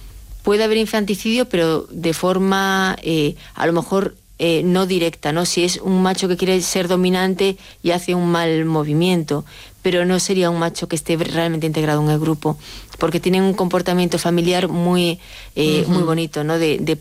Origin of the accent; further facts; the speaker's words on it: Galicia, Spain; Yo lo describo muchas veces como yo soy gallega, ¿no? los gallegos estamos en Galicia. Bueno, yo no estoy en Galicia ahora, pero tenemos un, no tengo mucho acento, pero yo antes tenía acento.